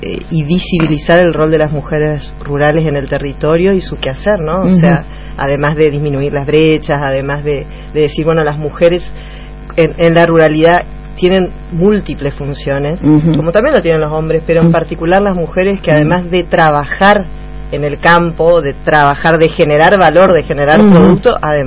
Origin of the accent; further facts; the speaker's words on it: El Sauzalito, Chaco, Argentina; con orgullo me considero norteña, como digo, y de Sausalito, del Impenetrable